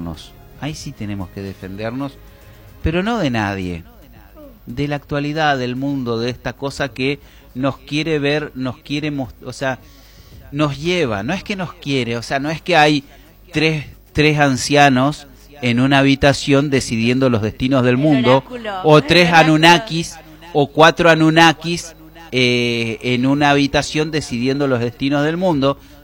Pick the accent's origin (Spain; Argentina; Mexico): Argentina; somos argentinos